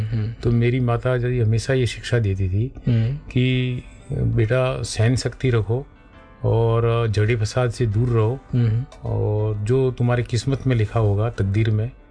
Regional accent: Rajasthan, India; also born or lived in Abu Road; जब हमने शिक्षा प्राप्त की 10वीं तक गांव में रह के आबरू रुज आ गए, तो उस समय हमारे गांव में बिजली वगैरह की व्यवस्था नहीं थी

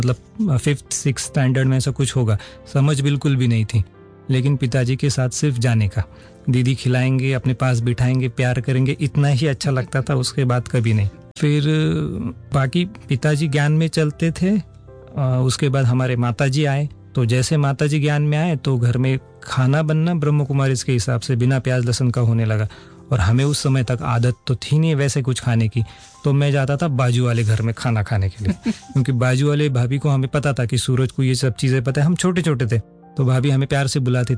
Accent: Kopargaon, Maharashtra, India; also born or lived in Nashik, India; मेरी पढ़ाई पूरी हुई अहमदनगर डिस्ट्रिक्ट महाराष्ट्र में, कोपरगाँव करके एक तहसील है, तो वहाँ पे हमारे पिताजी जॉब करते थे, तो वहीं पे हमारी पढ़ाई शुरू से लेके आखिर तक सब कुछ वही हुई। बचपन भी कोपरगाँव एक छोटा तहसील है

